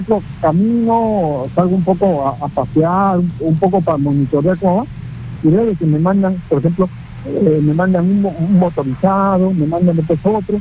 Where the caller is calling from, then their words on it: Lima, Peru; De la Victoria, ….